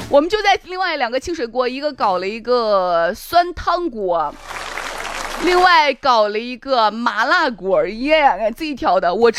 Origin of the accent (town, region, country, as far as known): China